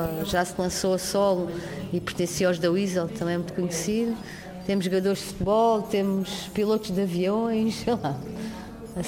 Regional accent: Almada, Setúbal, Portugal; born there; Nasci em Almada.

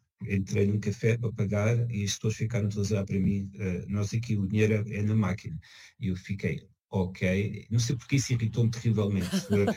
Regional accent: Chamusca, Santarém, Portugal; moved away; E reparei que eu sou do Ribatejo, sou da Chamusca no Ribatejo, e reparei que aquela zona, embora tenha se desenvolvido e haja coisas diferentes, não deu aquele salto que se podia esperar em 5 anos.

